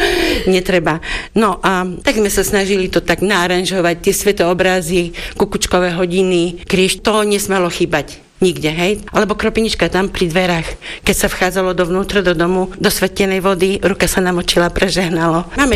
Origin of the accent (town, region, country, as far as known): Spišský Hrhov, Prešov Region, Slovakia